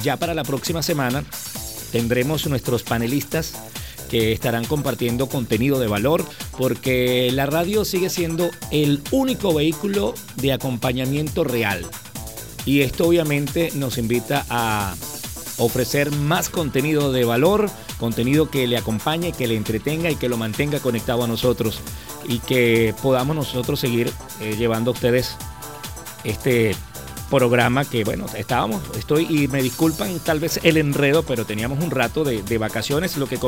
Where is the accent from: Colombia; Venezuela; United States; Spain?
Venezuela; como venezolanos y como gracitanos